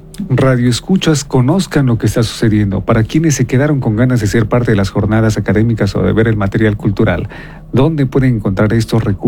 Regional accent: Ecuador; para que nosotros como ecuatorianos, que hoy precisamente juega la selección

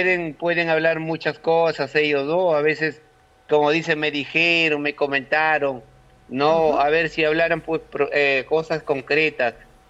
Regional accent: Íllimo, Lambayeque, Peru; mi pueblo de Íllimo con sus caseríos

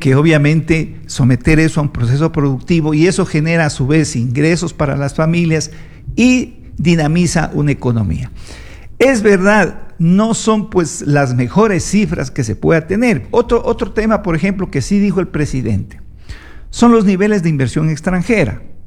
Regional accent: Ecuador

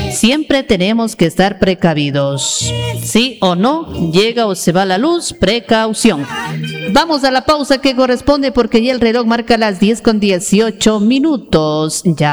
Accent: Ecuador; nosotros como ecuatorianos debemos de estar precavidos.

